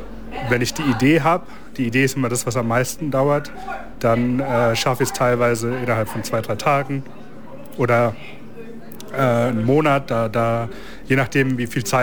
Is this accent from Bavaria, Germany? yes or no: no; Landau, Rhineland-Palatinate, Germany; Ich komme aus Landau in der Pfalz.